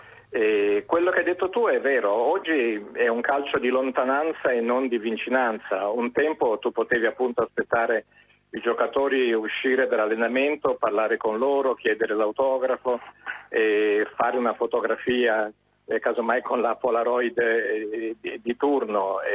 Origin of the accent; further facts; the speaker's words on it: Brazil; moved away; da bambino in Brasile tifavo per il Palmeiras